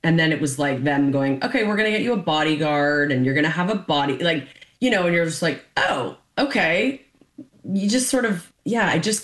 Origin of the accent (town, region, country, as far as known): Canada; born or raised there